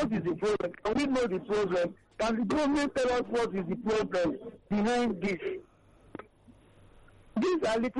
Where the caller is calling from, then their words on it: Lagos, Nigeria; calling from Apapa.